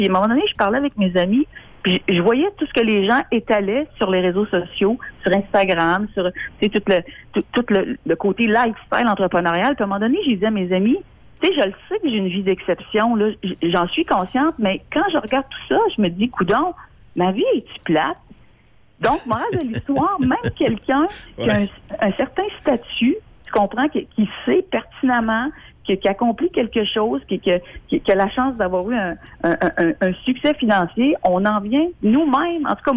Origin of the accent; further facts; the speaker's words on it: Quebec City, Quebec, Canada; je suis de Québec